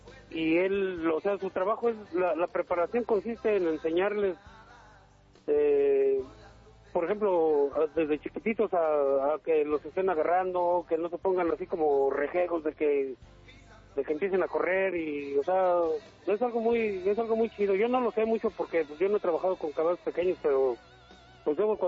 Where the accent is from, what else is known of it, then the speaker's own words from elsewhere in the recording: Mexico; moved away as an adult; also born or lived in Mexico City; now in United States; Yo soy originario, nacido en la Ciudad de México, pero criado un tiempecillo en Zagualcoyo, y ya después pues vagando por todo, ahora sí que por muchas partes de México